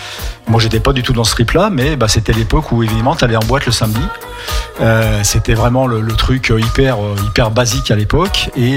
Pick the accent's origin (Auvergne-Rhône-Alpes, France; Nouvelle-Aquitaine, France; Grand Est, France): Auvergne-Rhône-Alpes, France; Lyon; je suis lyonnais, moi, hein, donc j'habitais à Lyon